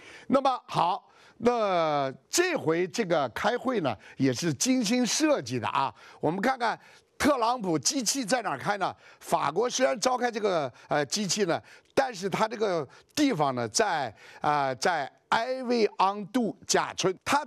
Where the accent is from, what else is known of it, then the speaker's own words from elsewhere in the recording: China; 端午节我们中国人是划龙舟、吃粽子